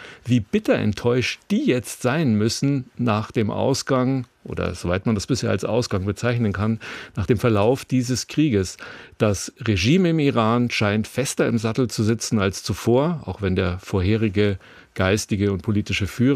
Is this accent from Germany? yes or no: yes; Germany; wir als Deutsche, als Europäer